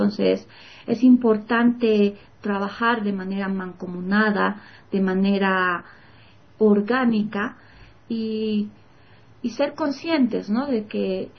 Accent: Bolivia; vivir de manera digna como bolivianos.

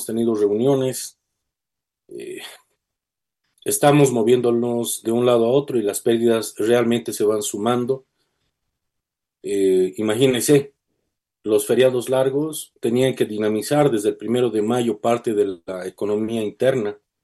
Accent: Bolivia; nos estamos saboteando, autosaboteando como bolivianos.

